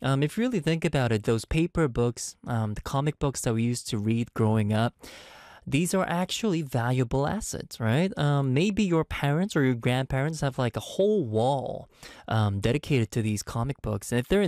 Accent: Montreal, Quebec, Canada; now in South Korea; Growing up in Montreal

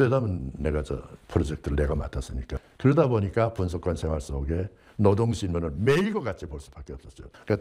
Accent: Pyongyang, North Korea; 그러니까 우리 평양, 내가 평양 출신이니까 평양은 정말 도산한 장호 고당 조만식 선생의 후예들이니까

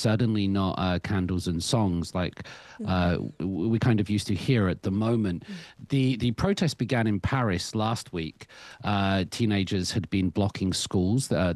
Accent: England, United Kingdom; As an Englishman, I will speak the king's.

